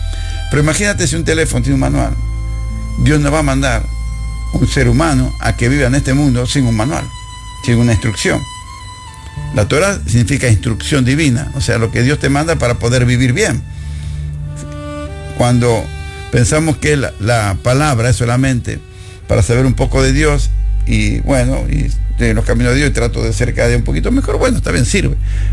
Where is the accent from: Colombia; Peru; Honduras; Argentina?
Argentina; moved away as an adult; now in United States; Pero yo no puedo ser un ciudadano americano con una mente argentina.